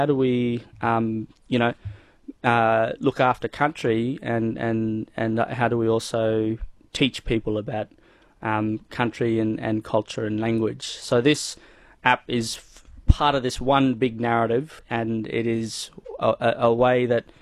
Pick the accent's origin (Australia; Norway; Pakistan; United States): Australia; Western Australia; This is the home of the Wurundjeri people. We are the Wurundjeri people. Our clan group sits within the Wurundjeri eastern end of the Willingen native title. We come from the Gulliyumba and the Baladangadi.